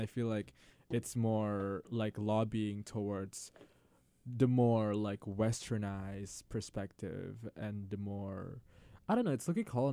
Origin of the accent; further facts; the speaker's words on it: Indonesia; moved away; for me, coming from Indonesia